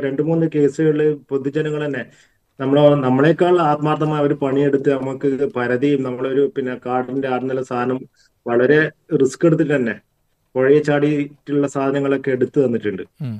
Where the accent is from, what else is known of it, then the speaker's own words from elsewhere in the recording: Pazhayangadi, Kerala, India; ഞങ്ങളുടെ നാട്ടിലൊരു പഴയങ്ങാടി